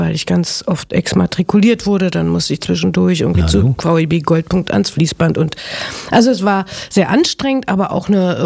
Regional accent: Berlin, Germany; Berlin-Biesdorf.

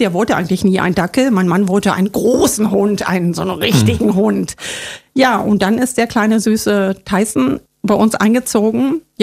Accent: Saxony-Anhalt, Germany; Ja, ich bin ein Kind des Ostens. Ich, ja, bin im Osten groß geworden.

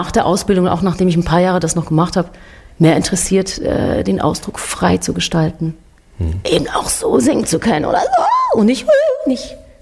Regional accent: Switzerland; bei uns in der Schweiz jetzt gerade, blase ich mich gerne mal auf, weil wir Schweizer sind ja sonst so bescheiden und sagen immer, ja.

